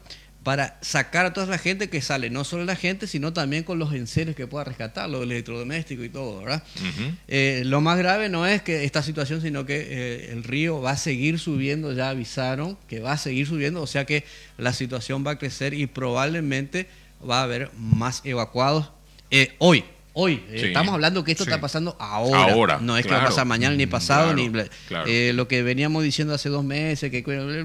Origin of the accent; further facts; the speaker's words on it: Uruguay; now in Paraguay; yo soy uruguayo